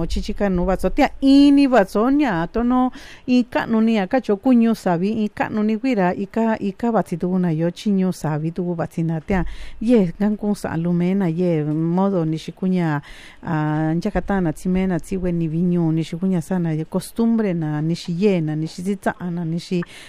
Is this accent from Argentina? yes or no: no; Mixteca, Mexico; pues provenimos de la misma región, somos de la Mixteca, porque pues ahora sí que mis paisanos triqui también forman parte del territorio mixteco